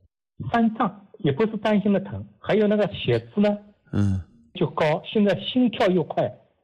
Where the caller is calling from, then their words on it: Changxing, Zhejiang, China; 我是浙江湖州长兴的。